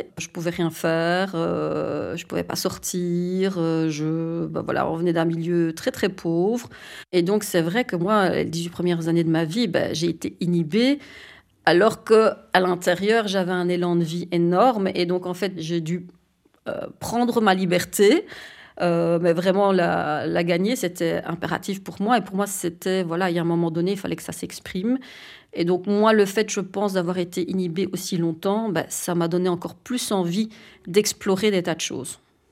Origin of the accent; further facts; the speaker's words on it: Wallonia, Belgium; born there; now in Brussels, Belgium; J'ai 49 ans, je suis d'origine turque, je suis née en Belgique, dans le Hainaut, et j'habite à Bruxelles depuis 30 ans